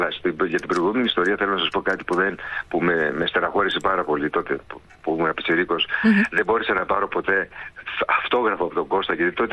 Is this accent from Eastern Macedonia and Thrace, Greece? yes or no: no; Kozani, Western Macedonia, Greece; εγώ η καταγωγή μου είναι από Κοζάνη